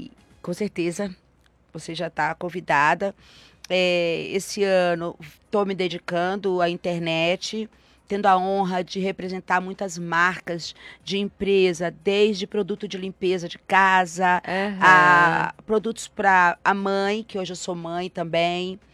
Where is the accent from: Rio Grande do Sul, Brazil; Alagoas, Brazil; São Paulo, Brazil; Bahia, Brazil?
Bahia, Brazil; Eu já tinha feito algo regionalmente na Bahia, que eu sou baiana.